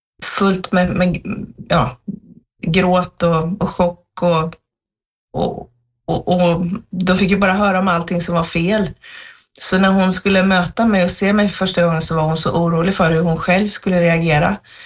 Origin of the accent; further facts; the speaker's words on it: Jönköping County, Sweden; Jag kommer ifrån södra Sverige utanför Jönköping och jag var ett väldigt väldigt efterlängtat barn.